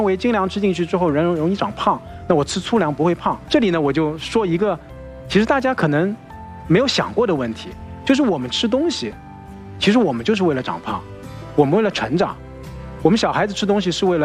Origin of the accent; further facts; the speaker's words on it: China; 我们中国人的角度